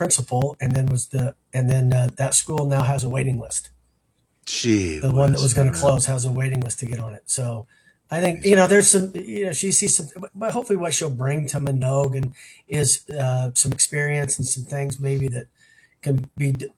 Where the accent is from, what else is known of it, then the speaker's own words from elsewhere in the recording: Carson City, Nevada, United States; moved away as an adult; also born or lived in Reno, Nevada / Texas; I've kind of been playing in two sandboxes, one in Texas and one in Nevada. So, I mean, I grew up in Carson City, born and raised in Reno, grew up in Carson.